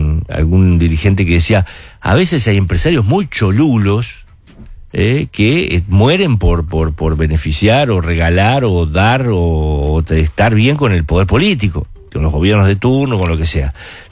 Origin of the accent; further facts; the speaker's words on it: Uruguay; en Uruguay tenemos cierta tendencia